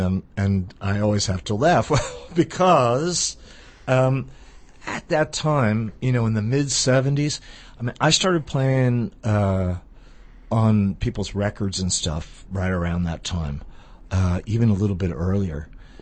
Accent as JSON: {"language": "English", "town": "Queens", "region": "New York", "country": "United States", "tie": "born or raised there", "said": "It sounds very kind of bridge and tunnel, which I was. I grew up in Queens, you know."}